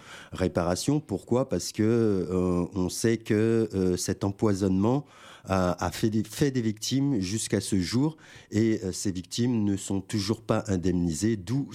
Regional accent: Guadeloupe; je suis originaire de la Guadeloupe

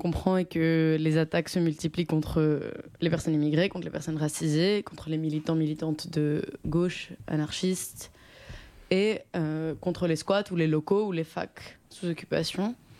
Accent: Athens, Attica, Greece; moi, j'ai pas grandi dans le centre, j'ai grandi à Héliopolis, en dehors du centre.

